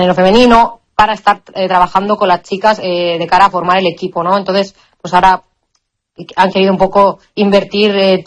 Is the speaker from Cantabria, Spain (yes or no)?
yes; Santander, Cantabria, Spain; now in Qatar; como que me transporta un poco a momentos, yo que sé, en mi tierra, viendo atardecer en Santander, por ejemplo